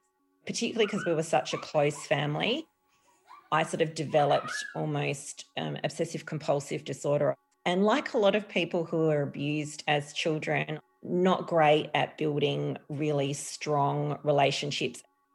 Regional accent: Adelaide, South Australia, Australia; born or raised there

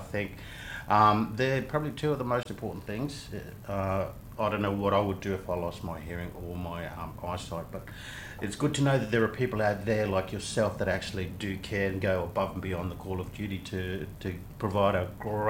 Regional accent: Australia; we are Australian

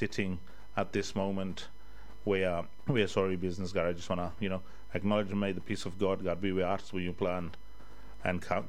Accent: Queensland, Australia; I come from Masi, Kulkalgal Nation.

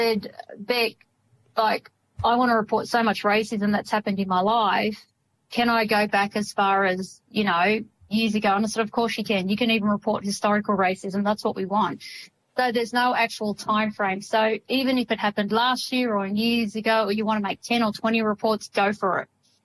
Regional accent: Moree, New South Wales, Australia; I'm a Gomeroi, Dungudi and Ngurrubul woman, so my connections are in New South Wales. I was born and raised on Gomeroi country in Moree.

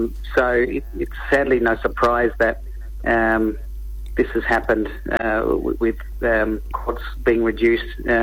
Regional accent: Alice Springs, Northern Territory, Australia; also born or lived in Kimberley, Western Australia; my family's from Alice Springs. But I also have family up through the top end of the territory, and also have family and cultural connections in the Kimberley in WA, where I also lived and worked for many years in legal services

